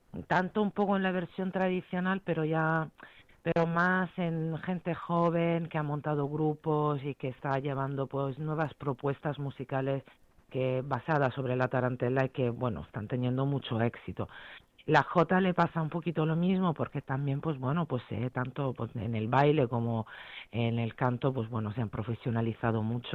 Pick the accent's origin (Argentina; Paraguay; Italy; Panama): Italy; Spanish is a second language; moved away as an adult; now in Spain; Yo soy italiana, llevo aquí 26 años